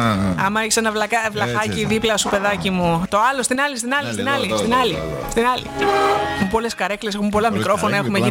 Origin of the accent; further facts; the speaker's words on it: Central Greece, Greece; Βιωτία, εμείς που είμαστε.